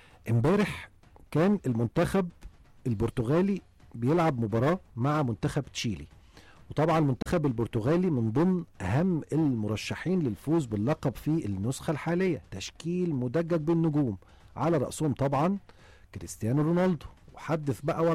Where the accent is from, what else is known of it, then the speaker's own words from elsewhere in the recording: Egypt; كتير مننا كمصريين